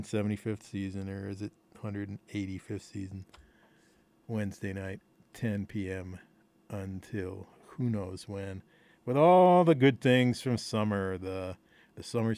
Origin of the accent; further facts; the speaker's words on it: the South, United States; accent: southern; I didn't throw my southern accent in there at you.